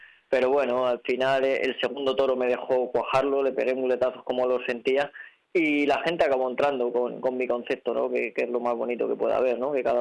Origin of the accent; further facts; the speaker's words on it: Salamanca, Castile and León, Spain; en tu tierra, en Salamanca